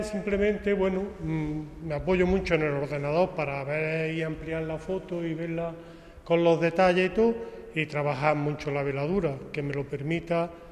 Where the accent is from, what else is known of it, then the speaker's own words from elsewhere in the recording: Granada, Andalusia, Spain; moved away as an adult; now in Calahonda, Spain; en mi pueblo desde hace 30 y tantos años, un pueblo adoptivo porque yo soy de Granada